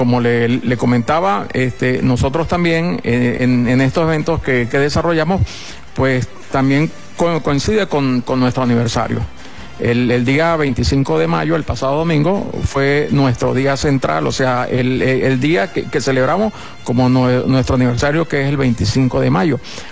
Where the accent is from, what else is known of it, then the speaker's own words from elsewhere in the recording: El Vigía, Mérida, Venezuela; los que crecimos acá en el Vigía